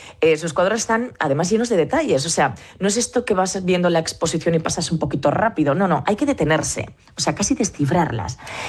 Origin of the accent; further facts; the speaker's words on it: Calatayud, Aragon, Spain; Entonces estoy en Calatayud, ya sabes que este es mi pueblo.